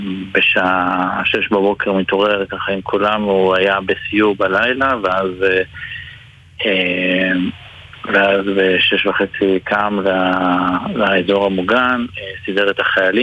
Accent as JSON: {"language": "Hebrew", "town": "Bar Giora", "region": "Jerusalem District", "country": "Israel", "tie": "born or raised there", "moved": "yes", "lives_now": "Rehovot, Israel", "said": "נולדנו במושב בר גיורא, נמצא ליד ירושלים, ואני עכשיו וגר ברחובות"}